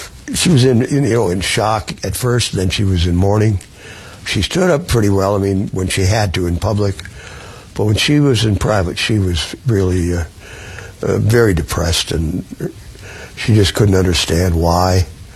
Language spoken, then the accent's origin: English; North Dakota, United States; born there; moved away; I was up in North Dakota, my home state.